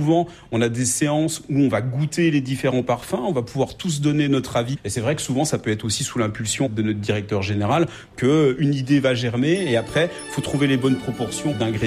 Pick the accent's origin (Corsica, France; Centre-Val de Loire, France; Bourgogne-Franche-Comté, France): Bourgogne-Franche-Comté, France; Moi, en tant que jurassien